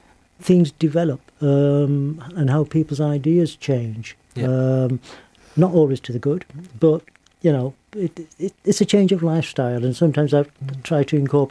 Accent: North West England, United Kingdom; moved away; And I grew up in Lancashire.

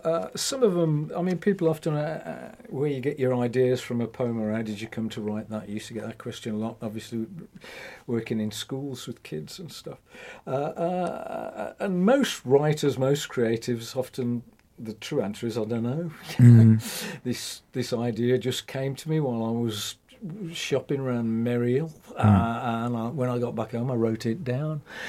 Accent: West Midlands, United Kingdom; accent: Black Country; I was born on the Saltwells Estate, just across the other side of the woods from where we are now in the Merry Hill Centre. So it was very Black Country

